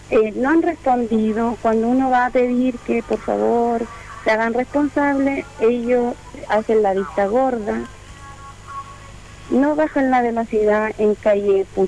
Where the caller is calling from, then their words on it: Coronel, Biobío, Chile; De Yovilo, de la población Granfe